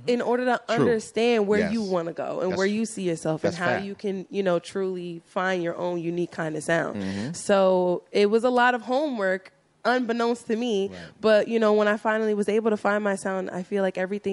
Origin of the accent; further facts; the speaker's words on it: New York, United States; I think it's a dope place if you really want to escape from all the noise.